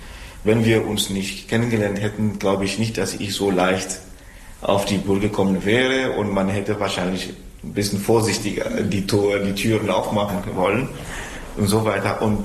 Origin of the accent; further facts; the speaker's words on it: Togo; German is a second language; Ich komme aus Togo